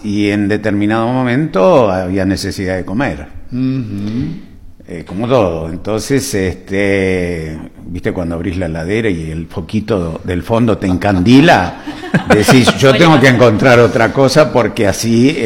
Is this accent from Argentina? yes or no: yes; Santa Fe, Argentina; moved away; Yo soy santafesino del norte.